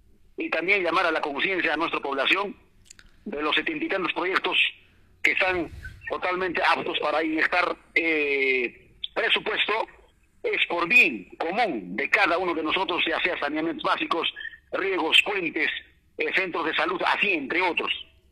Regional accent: Dominican Republic; como buenos dominicanos en esta lucha

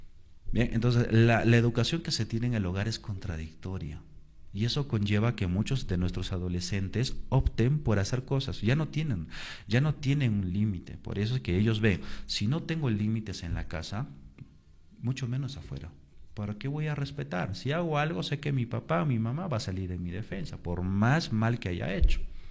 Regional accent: Chumbivilcas, Cusco, Peru; yo también soy chumbivilcano, es una tierra maravillosa, a mí me encanta mi tierra

